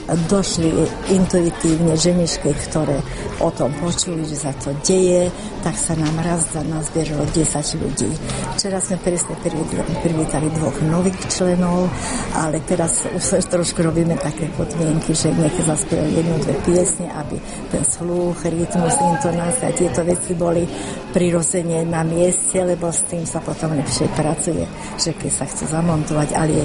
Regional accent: Šaľa, Nitra Region, Slovakia; som zo Šalé, som vedúca tohto spevokolu Slniečko, bývalá učiteľka na klavír.

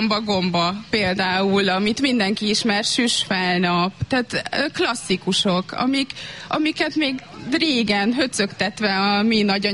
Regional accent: Jászboldogháza, Jász-Nagykun-Szolnok, Hungary; a gyerekeim is itt nőnek föl, mint ahogy én is itt nőttem föl

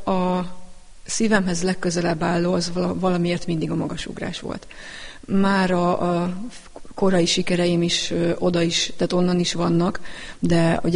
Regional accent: Csorna, Győr-Moson-Sopron, Hungary; Igen, Csornán nőttem föl.

